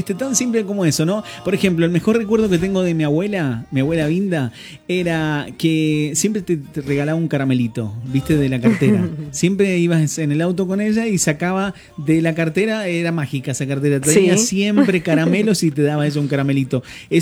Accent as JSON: {"language": "Spanish", "region": "Mendoza", "country": "Argentina", "said": "a nosotros como mendocinos nos gustan"}